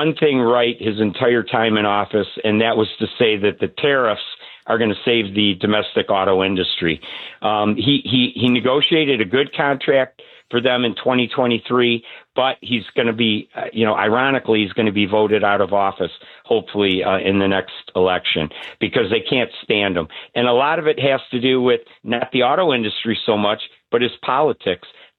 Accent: Macomb County, Michigan, United States; Macomb County, just north of Detroit.

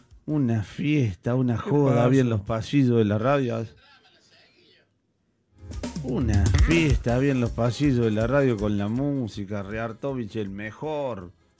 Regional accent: Alta Gracia, Córdoba, Argentina; Yo soy de Altagracia. Acá en lugar de Musimundo está New City.

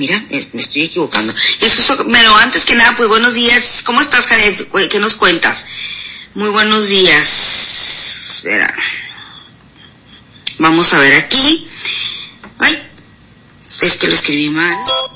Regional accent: Mexico

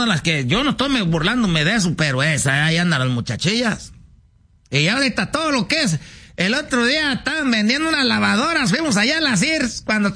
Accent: Michoacán, Mexico; como somos de Michoacán, andamos allá para donde está esto de la mariposa monarca

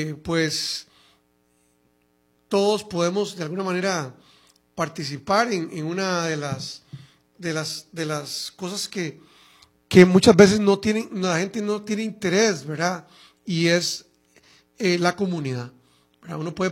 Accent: San José, Costa Rica; yo soy de Montes de Oca, San José, ¿verdad? Hace 30 años más o menos llegué a la municipalidad de San Pedro yo.

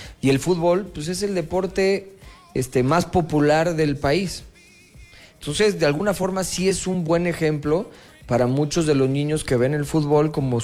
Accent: Querétaro, Mexico; de todos los que somos ciudadanos queretanos

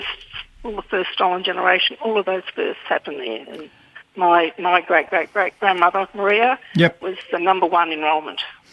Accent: New South Wales, Australia; I'm the singer from the Borborong and the Mali mob of the Darug mob from Greater Sydney region.

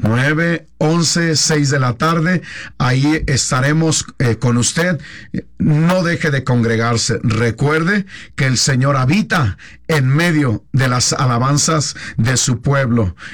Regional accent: Chiapas, Mexico; now in Iztacalco, Mexico; Saludos aquí desde, mire nada más, Iztacalco. Yo soy de Chiapas.

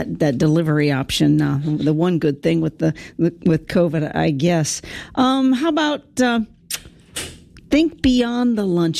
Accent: Cincinnati, Ohio, United States; I grew up in the Cincinnati area, so Kroger a hop and a skip it away even today.

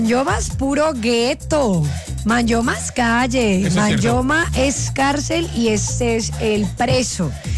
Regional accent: Cali, Valle del Cauca, Colombia; nosotros que crecimos en Cali

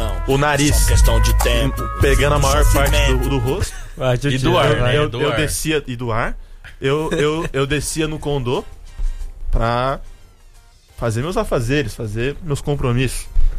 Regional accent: Rio de Janeiro, Brazil; Crescemos lá no Rio de Janeiro, só na transversal.

